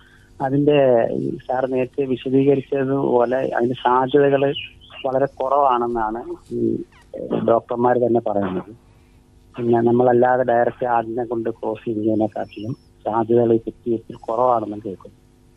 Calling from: Oachira, Kerala, India; ഞാൻ കൊല്ലം ജില്ലയിൽ ഓച്ചറയിൽ നിന്നാണ് വിളിക്കുന്നത്.

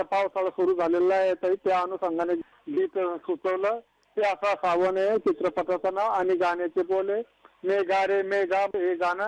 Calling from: Bhokardan, Maharashtra, India; तालुका भोकरदन, जिल्हा जालना.

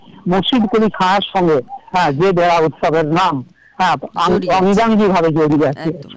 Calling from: Durgapur, West Bengal, India; আমি বীরভূমের দুর্গাপুর থেকে

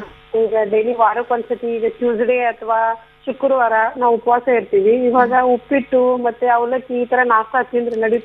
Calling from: Dharwad, Karnataka, India; ಧಾರವಾಡದಿಂದ madam.

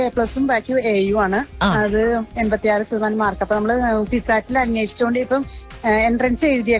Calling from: Kerala, India; വീട് വന്നിട്ട് ദേശം ജംഗ്ഷൻ കിഴക്കേ ദേശത്ത്

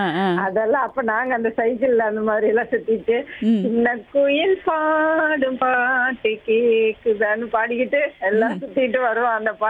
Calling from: Kallakurichi, Tamil Nadu, India; கள்ளக்குறிச்சில இருந்து மேம்.

